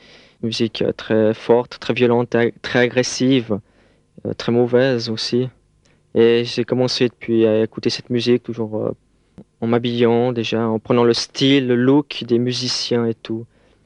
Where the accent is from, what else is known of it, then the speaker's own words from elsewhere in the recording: Geneva, Switzerland; Je suis né à Genève il y a 23 ans avec des copains, on a formé une bande et on a commencé à semer un peu le désordre un peu partout dans la ville de Genève.